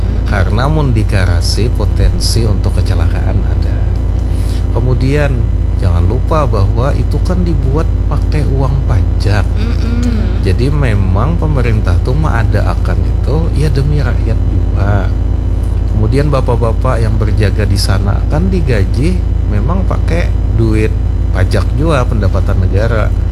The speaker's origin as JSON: {"language": "Indonesian", "region": "South Kalimantan", "country": "Indonesia", "said": "Jadi kita ini sebenarnya orang Banjar ini dikenal secara budaya itu sangat agamis."}